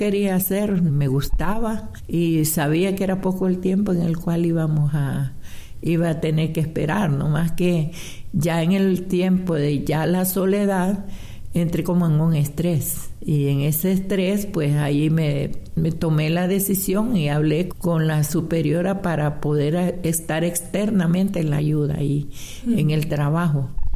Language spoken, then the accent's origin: Spanish; El Progreso, Yoro, Honduras; soy nacida en El Progreso, Yoro, y mis padres de Santa Rosa de Copán y Santa Bárbara, que vinieron a la costa norte a trabajar. Así que allí crecí en la ciudad del Progreso.